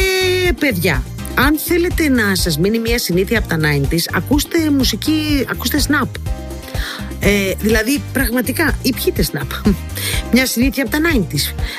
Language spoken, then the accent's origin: Greek; Inoi, Crete, Greece; εκεί στα μέρη μου στην Ινώη